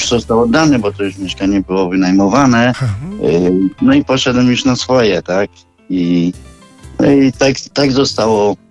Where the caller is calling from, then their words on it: Gorzów Wielkopolski, Lubusz Voivodeship, Poland; z Gorzowa Wielkopolskiego.